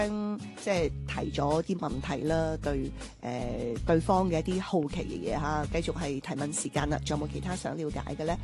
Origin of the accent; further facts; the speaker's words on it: Guangdong, China; accent: Cantonese; 我作为广东人，我自己讲普通话都觉得是有这个广东口音是啊